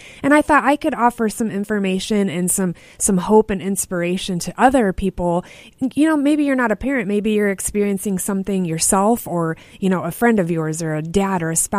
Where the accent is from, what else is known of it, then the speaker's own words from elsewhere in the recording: Monmouth, Illinois, United States; moved away as an adult; also born or lived in Nebraska; now in Peoria, United States; Okay, backstory is I'm from Monmouth, so not far from here.